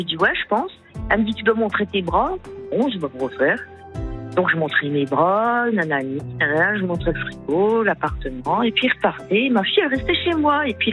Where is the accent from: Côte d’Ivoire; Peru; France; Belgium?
France; Je veux dire, pourtant, je suis française, hein, je veux dire, j'ai des papiers et tout.